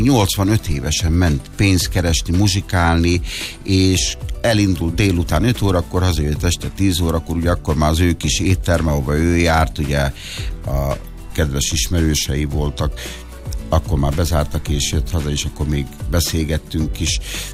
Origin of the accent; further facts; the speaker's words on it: Sárospatak, Borsod-Abaúj-Zemplén, Hungary; ahonnan én származom, Sárospatakról